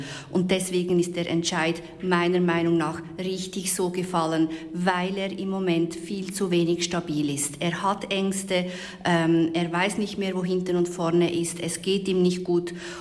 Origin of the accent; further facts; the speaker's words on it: Switzerland; ich komme natürlich aus der Schweiz.